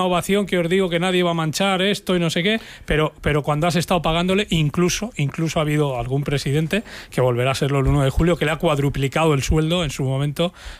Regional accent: Barcelona, Catalonia, Spain; yo soy barcelonés, soy catalán.

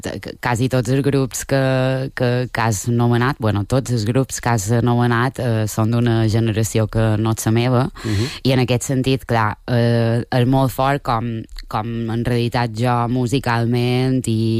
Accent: Balearic Islands, Spain; accent: Majorcan; also born or lived in Solsona; now in Manresa, Spain; Som mallorquina, Mallorca

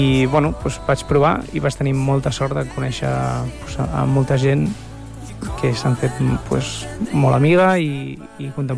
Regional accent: Barcelona, Catalonia, Spain; also born or lived in United States; now in Madrid, Spain; jo sempre dic que sóc de Barcelona, perquè és el lloc on he viscut més temps de la meva vida, però sí, els meus pares són americans i es van mudar a Barcelona quan era petitó.

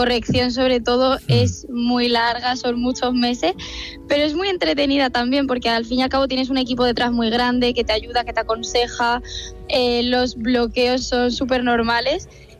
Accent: Murcia, Region of Murcia, Spain; De Murcia capital, exactamente. De centro. De hecho, cuando me confunden con el acento, digo, no puede ser, si es súper reconocible.

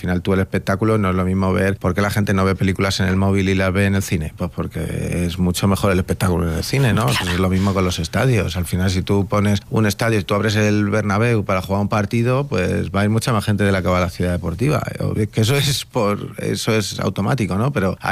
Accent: Spain; Que me gustaría, como español y como persona de fútbol, como yo digo, de barro, de barrio, que yo he crecido

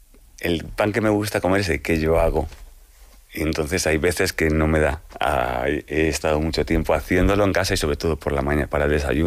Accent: Brunete, Community of Madrid, Spain; also born or lived in Carabanchel; Porque yo me crié allí. O sea, yo pasé de Carabanchel hasta luego me crié en Brunete.

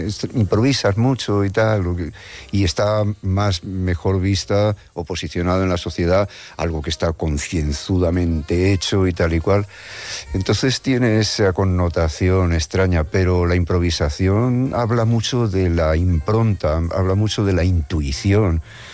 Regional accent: Madrid, Community of Madrid, Spain; born there; Sí, soy nacido en Madrid, cerca de Las Ventas.

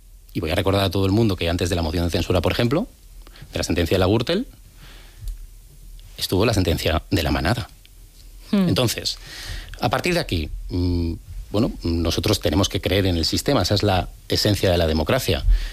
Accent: San Sebastián, Basque Country, Spain; now in Madrid, Spain; Nuestra generación, por ejemplo, yo cuando llegué de Donosti a Madrid, hoy Madrid DF, que eso da para un programa entero.

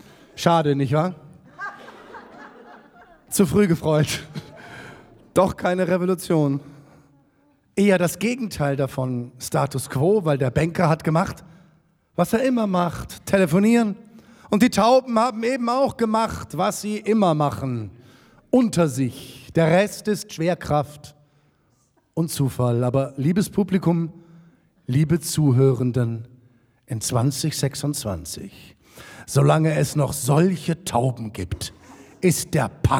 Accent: Munich, Bavaria, Germany; moved away as an adult; ich komme aus München, ich bin in dieser Stadt aufgewachsen worden. Ich kenne mich wirklich aus. Ich bin da groß geworden, ich kenne ihn, seit ich klein bin. Ich bin dann weg nach der Schule. Ich bin nach der Schule nach Baden-Württemberg

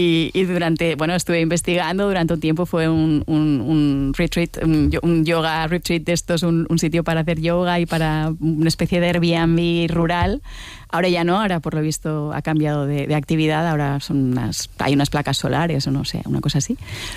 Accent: Balearic Islands, Spain; now in Barcelona, Spain; Y de dónde soy. Yo si soy mallorquina, si soy barcelonesa, siempre le he estado dando vueltas a esto.

